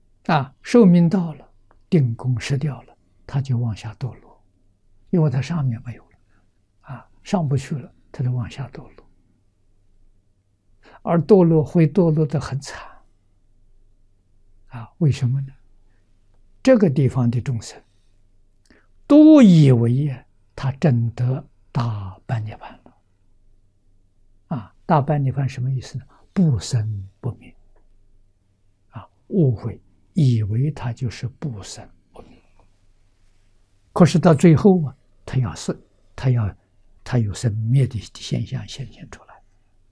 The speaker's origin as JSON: {"language": "Chinese", "country": "China"}